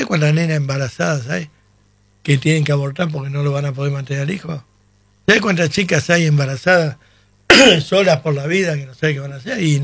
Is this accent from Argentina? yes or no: yes; Argentina; Pero hablo como argentino.